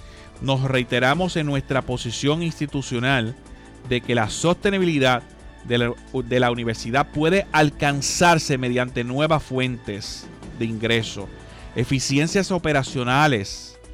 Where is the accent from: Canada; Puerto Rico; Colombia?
Puerto Rico; Quebradillas; yo vengo de Quebradillas